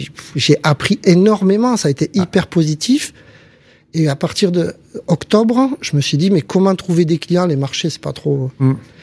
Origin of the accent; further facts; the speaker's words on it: Montpellier, Occitanie, France; chez nous, à Montpellier